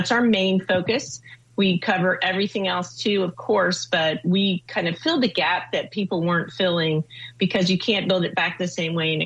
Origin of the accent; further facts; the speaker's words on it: East Coast, United States; Well, I grew up on the East Coast dodging hurricanes and remembering all that.